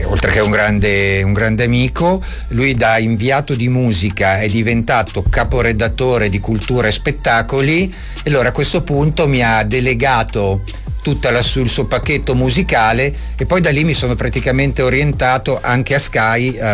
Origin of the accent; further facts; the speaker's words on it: Genoa, Liguria, Italy; born there; now in Milan, Italy; io sono originario di Genova come nascita